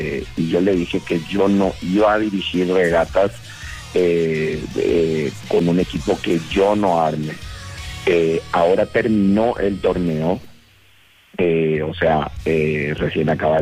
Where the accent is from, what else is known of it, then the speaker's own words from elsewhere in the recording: Paraguay; voy a ser el primer entrenador paraguayo